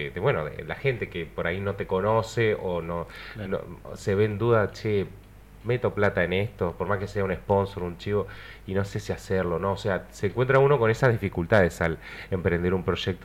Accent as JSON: {"language": "Spanish", "town": "Río Gallegos", "region": "Santa Cruz", "country": "Argentina", "said": "yo soy de acá de Río Gallegos"}